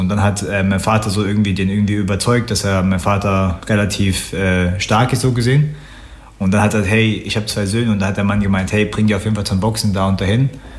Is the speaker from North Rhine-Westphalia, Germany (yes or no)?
no; Göttingen, Lower Saxony, Germany; Ich komme ursprünglich so aus der Ecke Göttingen. Ich bin 26 Jahre alt, ich bin Profiboxer.